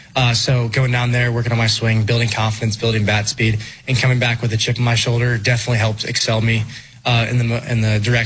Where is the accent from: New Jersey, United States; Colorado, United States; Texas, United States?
Colorado, United States; So I'm still from Colorado, but they're like, ah, you're from Arizona now. I'm like, no, I'm not.